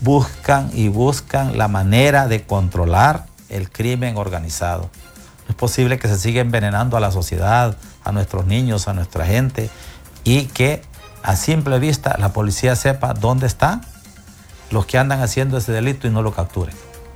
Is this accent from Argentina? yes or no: no; Honduras; Nosotros como sociedad, como hondureños